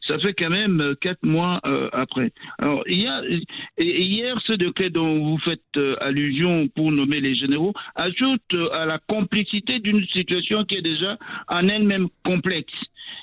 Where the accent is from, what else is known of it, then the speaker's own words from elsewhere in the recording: Cameroon; Nous sommes Camerounais et la manière dont les paroles sont prononcées ne prête pas à confusion.